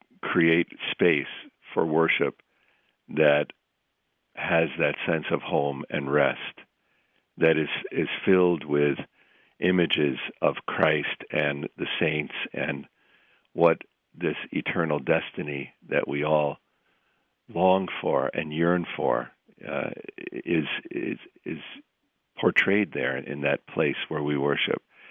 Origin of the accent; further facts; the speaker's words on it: Vermont, United States; I'm a New Englander. When I cross the border into Vermont, I know I've come home.